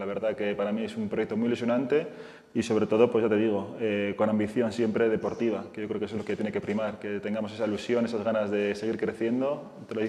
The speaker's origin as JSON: {"language": "Spanish", "town": "Bilbao", "region": "Basque Country", "country": "Spain", "said": "yo soy de Bilbao y mi portero referente en aquel momento cuando yo jugaba"}